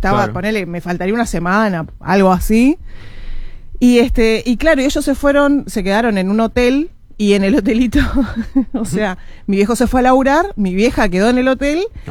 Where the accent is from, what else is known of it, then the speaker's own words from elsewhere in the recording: Paysandú, Uruguay; also born or lived in Montevideo; la gente que me conoce sabe que soy de acá, o sea, mis viejos vivían acá, me crié prácticamente acá, hice la escuela en Paysandú, pero después me volví. Pero este aquí que yo nací puntualmente en Montevideo